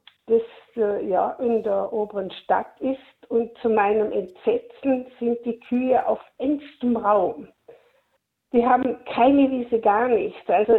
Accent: Vorarlberg, Austria; now in Bludenz, Austria; Ich komme aus dem Montafon, wohne in Bludenz, also ich kenne Dornbirn schlecht.

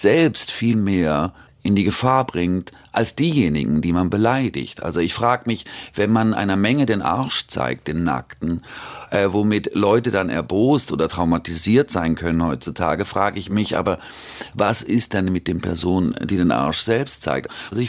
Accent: Switzerland; aber ich war aus der Schweiz kommend, auch ich war ja lange auch in der freien Szene

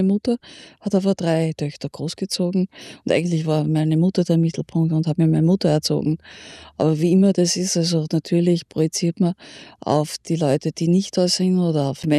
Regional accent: Linz, Upper Austria, Austria; born or raised there

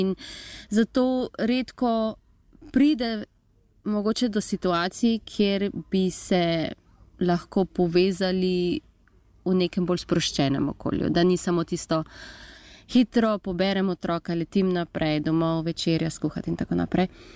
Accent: Ljubljana, Slovenia; now in Graz, Austria; da vsaj jaz, ko prihajam iz Ljubljane, se mi zdi, da sta Grac in Ljubljana si kar precej podobna.

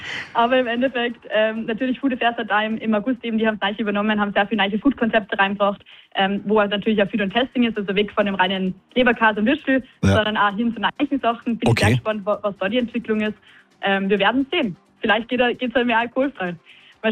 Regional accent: Salzburg, Austria; Aber natürlich auch bei mir als Salzburgerin

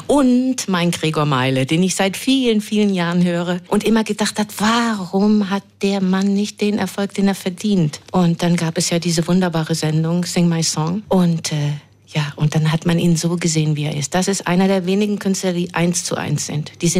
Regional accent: Hamburg, Germany; Ich komme aus Hamburg. Da ist viel Wasser.

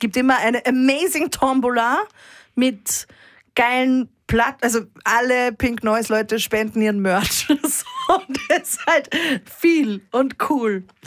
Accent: Upper Austria, Austria; Weißt du, ich komme aus Oberösterreich und mein Umfeld waren alle, die Musik machen, eigentlich immer nur Typen.

